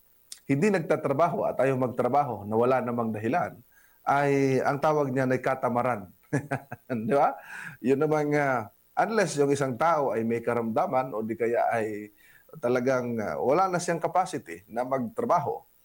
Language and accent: Tagalog; Visayas, Philippines; doon sa amin sa Bisaya